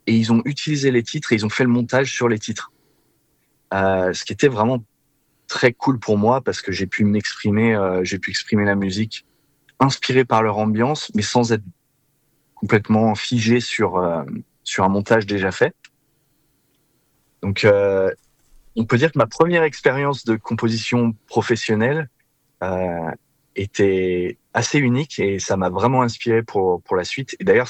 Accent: the Alps, France; moved away as an adult; now in Los Angeles, United States; je suis originaire des Alpes en France

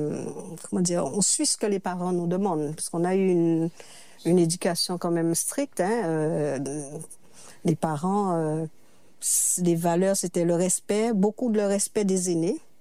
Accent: Saint-François, Guadeloupe; born there; Je viens de la commune de Saint-François en Guadeloupe. Toute ma famille en fait y habite, hein. Nous sommes nés dans cette commune et mon père est né dans la commune du Moule, mais il a fait toute sa vie à Saint-François.

